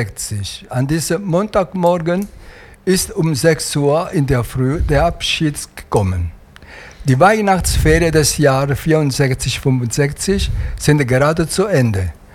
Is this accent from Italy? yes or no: yes; Italy; German is a second language; moved away as an adult; now in Germany; Sicher, in meinem Herz ist immer Italien da. Ich bin Italiener.